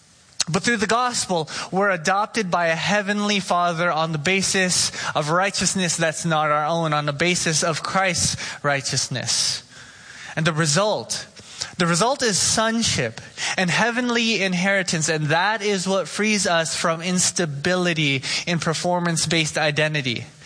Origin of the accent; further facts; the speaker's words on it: Oxnard, California, United States; I know. I grew up in Oxnard. I drove a Toyota Matrix and gas was too expensive.